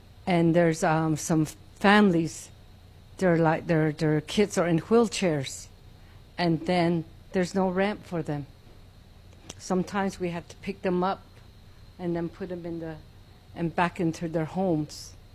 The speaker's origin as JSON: {"language": "English", "town": "Tlachi", "region": "Arizona", "country": "United States", "said": "I'm from Tlachi."}